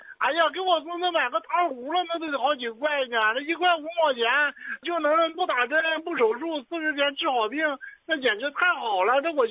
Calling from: Dehui, Jilin, China; 我是咱长春德惠的。

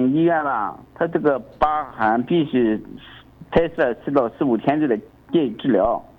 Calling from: Pingdu, Shandong, China; 我是青岛平度市乡下的农村的

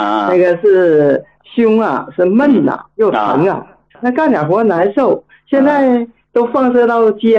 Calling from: Shenyang, Liaoning, China; 哎，你好，我家是沈阳的。

